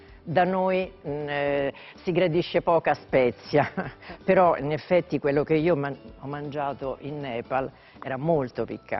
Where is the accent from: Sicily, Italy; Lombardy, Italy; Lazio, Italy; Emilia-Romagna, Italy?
Lazio, Italy; Rome; born there; Sì, sì, sono nata a Roma.